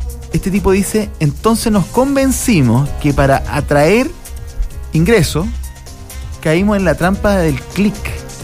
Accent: Chile; somos mezquinos los chilenos

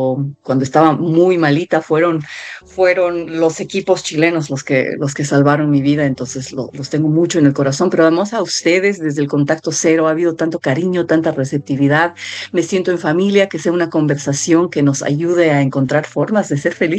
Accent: Bolivia; moved away as an adult; now in Hawaii, United States; soy boliviana, resido en Hawái desde, van a ser 7 años ya

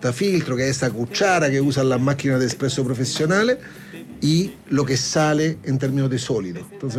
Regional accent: Italy; Spanish is a second language; pero yo soy italiano y te digo que es así, espresso significa rápido.

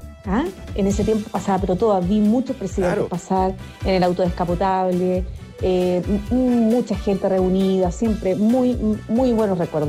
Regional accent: Santiago, Santiago Metropolitan Region, Chile; born there; yo vivía cuando era chica, en el centro de Santiago, en la calle Ejército específicamente, y por ahí pasaba toda la parada militar.

